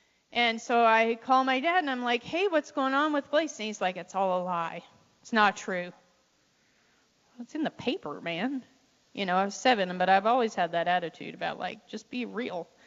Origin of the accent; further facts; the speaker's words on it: Colorado, United States; my folks divorced when I was 4, and we had a property there. I grew up in Colorado. We had 40 acres, this gorgeous house that my dad built.